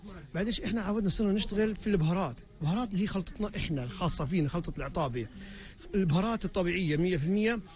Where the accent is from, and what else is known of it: Palestine